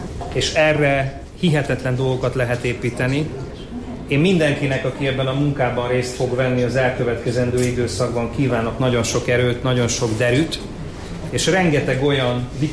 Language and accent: Hungarian; Miskolc, Borsod-Abaúj-Zemplén, Hungary; büszke városvezetőként és büszke miskolciként